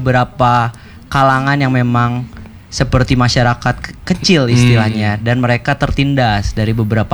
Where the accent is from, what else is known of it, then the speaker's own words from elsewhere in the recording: Bandung, West Java, Indonesia; Asli Bandung juga